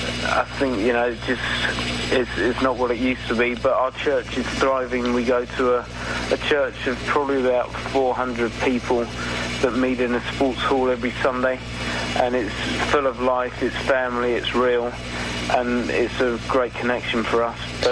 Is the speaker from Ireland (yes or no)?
no; Rustington, South East England, United Kingdom; we're all from a little town on the south coast of England called Rustington, and we all live within about 5 minutes walking distance of each other.